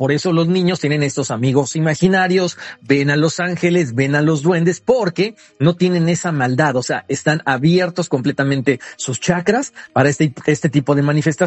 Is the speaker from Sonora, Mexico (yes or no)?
no; Oaxaca, Mexico; yo soy de Oaxaca.